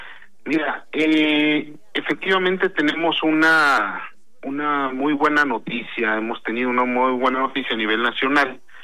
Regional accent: San Luis Potosí, Mexico

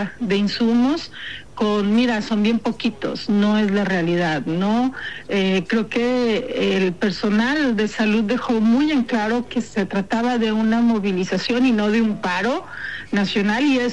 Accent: Mexico

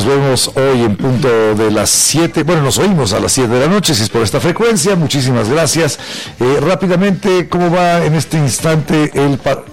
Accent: Paraguay; Soy paraguayo

